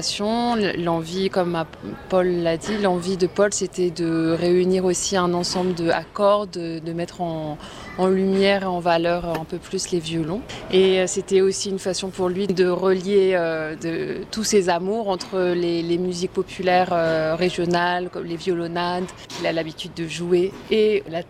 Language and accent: French; Paris, Île-de-France, France; moi, je viens de Paris